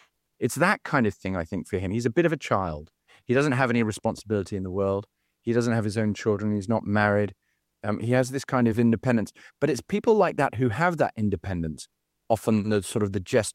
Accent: England, United Kingdom; moved away as an adult; also born or lived in China / Europe; now in Australia; Certainly I'm English and coming to Australia

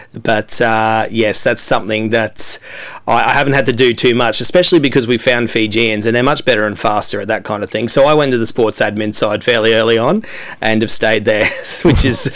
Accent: Biloela, Queensland, Australia; moved away as an adult; also born or lived in Brisbane; Growing up in central Queensland, we didn't have any rugby union in my town to play.

